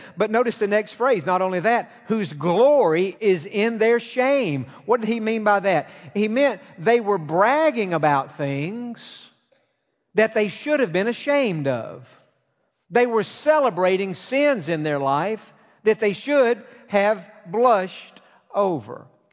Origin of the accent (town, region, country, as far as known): East Point, Georgia, United States